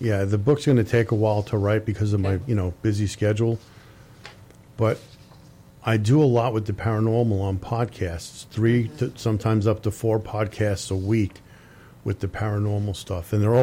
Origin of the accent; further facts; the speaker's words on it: Long Island, New York, United States; growing up in Long Island, New York